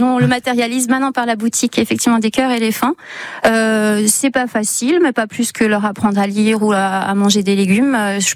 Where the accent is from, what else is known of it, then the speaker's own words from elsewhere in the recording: Bitche, Grand Est, France; Moi, je suis de Beach, mais c'est vrai que les cœurs éléphants, on est dans le Beacherland.